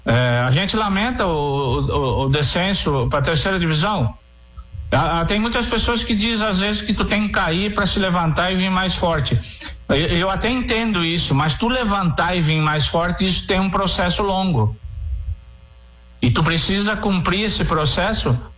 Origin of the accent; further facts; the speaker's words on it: Lajeado, Rio Grande do Sul, Brazil; é o clube da minha cidade, é o clube onde eu moro, é o clube onde eu me criei.